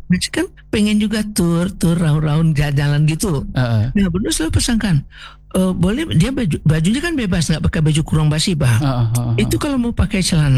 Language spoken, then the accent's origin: Indonesian; West Sumatra, Indonesia; Kalau kita Minang enggak pakai batik di bawah. Pakai kain gitu dia.